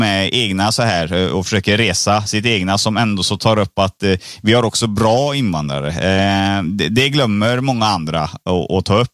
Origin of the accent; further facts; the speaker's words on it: Sri Lanka; Ja, men jag är från Sri Lanka och sådana grejer.